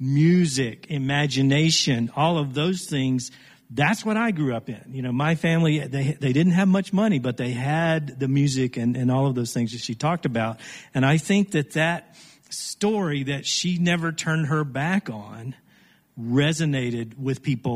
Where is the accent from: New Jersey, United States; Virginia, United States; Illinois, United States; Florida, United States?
Virginia, United States; Martinsville; I grew up in the Blue Ridge foothills over outside of Martinsville, Virginia.